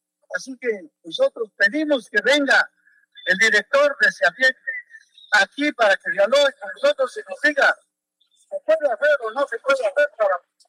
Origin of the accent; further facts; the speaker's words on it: Oaxaca, Mexico; tenemos el derecho de exigir lo que nos corresponde como oaxaqueños o colonos.